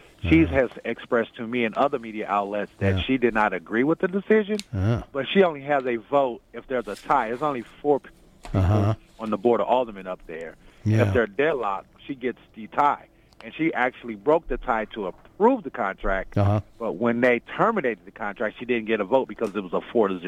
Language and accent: English; St. Louis, Missouri, United States; I grew up in South St. Louis on a street called Park Avenue.